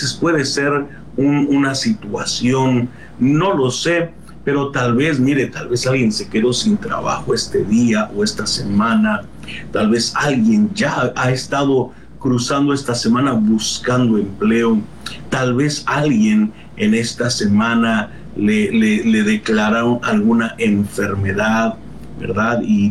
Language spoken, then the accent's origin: Spanish; Mexico; somos los mexicanos muy dados a tener para cada situación un dicho o un refrán